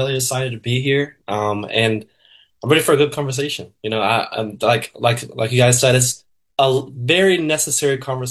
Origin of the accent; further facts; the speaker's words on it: Tampa, Florida, United States; So originally I'm from Tampa, Florida. And Tampa, Florida, as you know, is nothing like where I'm about to say I went.